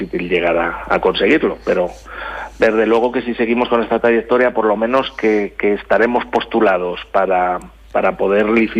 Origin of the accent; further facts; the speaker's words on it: Teruel, Aragon, Spain; Bueno, pues la verdad que soy de Teruel.